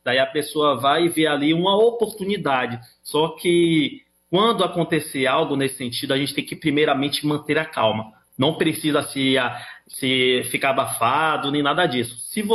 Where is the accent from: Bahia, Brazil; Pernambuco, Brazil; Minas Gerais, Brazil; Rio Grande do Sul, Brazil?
Bahia, Brazil; Salvador; Não, eu sou de Salvador